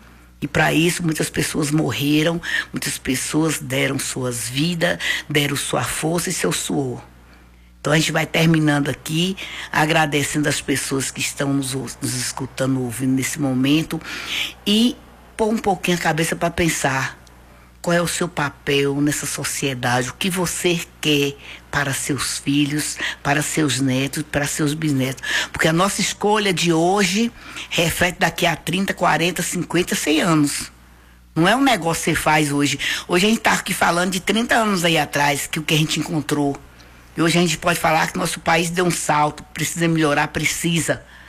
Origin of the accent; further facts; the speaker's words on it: Brazil; a gente pode falar que nós somos brasileiros